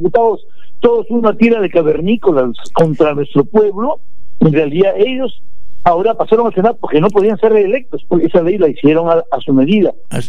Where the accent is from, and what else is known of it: Tacna, Peru